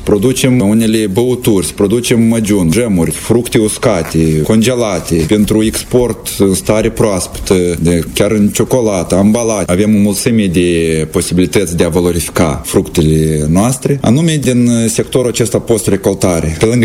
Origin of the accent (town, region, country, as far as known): Moldova